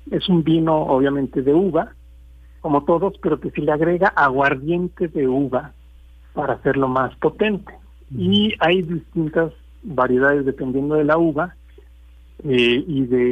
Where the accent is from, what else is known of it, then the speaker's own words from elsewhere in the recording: Mexico; en particular como mexicanos, de jugar con lo extraño, con lo extranjero, e incorporarlo.